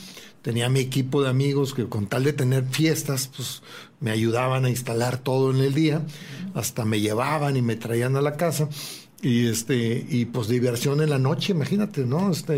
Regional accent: Poza Rica, Veracruz, Mexico; cuando tenía 5, 7, 8 años de edad. Y los juntaban porque nací en Poza Rica, Veracruz.

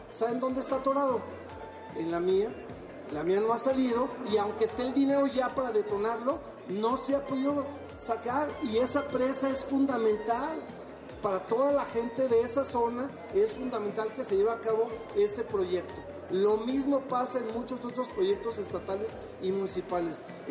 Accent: Ciudad Juárez, Chihuahua, Mexico

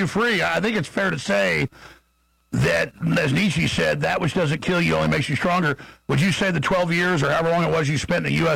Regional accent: United States; I'm an American.

